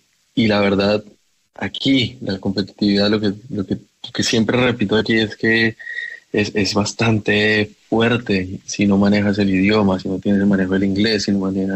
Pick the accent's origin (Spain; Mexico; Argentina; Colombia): Colombia; now in Berlin, Germany; Nosotros somos guerreros, el colombiano, el latino en general, latinoamericano.